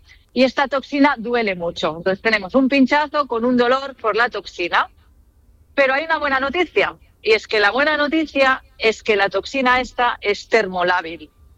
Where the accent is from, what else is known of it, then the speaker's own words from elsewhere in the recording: Catalonia, Spain; Yo, por ejemplo, que soy de cerca de Barcelona, en el Mediterráneo no hay tantos, pero algún pez araña puede haber.